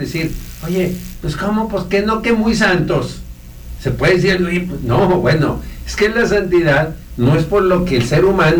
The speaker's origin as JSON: {"language": "Spanish", "town": "Matamoros", "country": "Mexico", "tie": "born or raised there", "said": "nosotros está el pueblo de Matamoros, está donde yo nací y crecí, está muy cerca de un campo militar"}